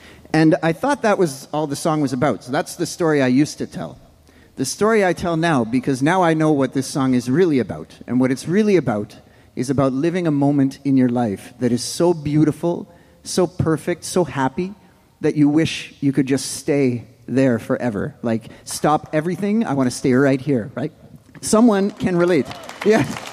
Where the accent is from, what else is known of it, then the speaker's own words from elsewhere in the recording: Canada; We're from Canada.